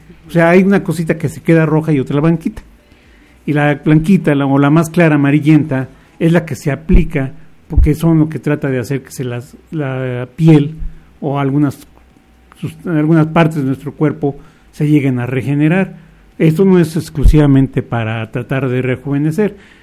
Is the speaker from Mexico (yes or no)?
yes; Mexico City, Mexico; now in Apizaco, Mexico; No, soy de la Ciudad de México, nada más. Okay. Que tengo aquí trabajando 48 años.